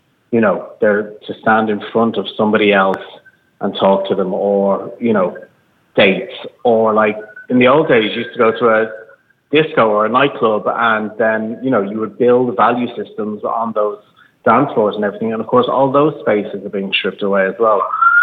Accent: London, United Kingdom; now in Ireland; I was born in London to Irish parents and raised there, and moved back to Ireland in 1990.

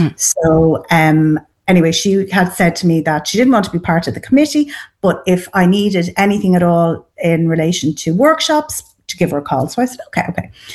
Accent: Dublin, Leinster, Ireland; moved away as an adult; now in East Meath, Ireland; I'm a blow-in. So I'm not originally from Meath. I'm from Dublin, and I moved into Eastmeath in COVID, during COVID. So I bought during COVID, and we moved in.

